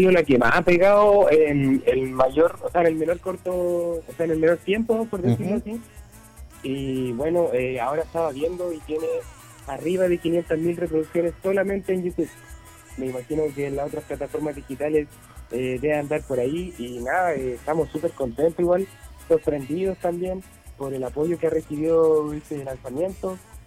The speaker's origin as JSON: {"language": "Spanish", "town": "Nueva Imperial", "region": "Araucanía", "country": "Chile", "said": "Nosotros somos de la Comuna Nueva Imperial, de la novena región de Chile."}